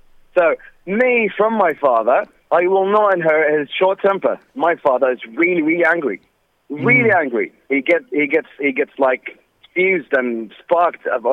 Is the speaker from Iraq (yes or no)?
yes; Baghdad, Baghdad Governorate, Iraq; now in United States; I'm from Iraq, Baghdad. I live in the United